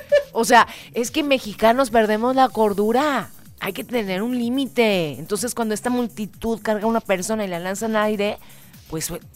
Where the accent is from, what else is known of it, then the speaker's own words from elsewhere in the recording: Mexico; Soy bien mexicana, ¿ok?